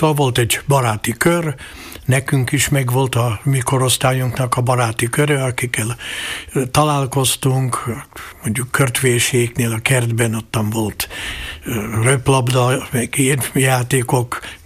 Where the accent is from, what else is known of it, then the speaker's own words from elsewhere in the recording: Kežmarok, Prešov Region, Slovakia; also born or lived in Levoča; Igen, mindnyájan Lőcsén születtünk, három testvérem is, mert amikor én születtem, akkor még ómama élt, az ópapa már nem sajnos, úgyhogy édesanyám logikusan Lőcsére ment, akkor mi különben Kézsmárkon laktunk akkor